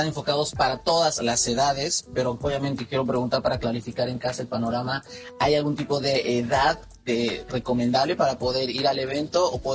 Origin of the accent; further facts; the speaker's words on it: Bolivia; moved away; yo soy de Bolivia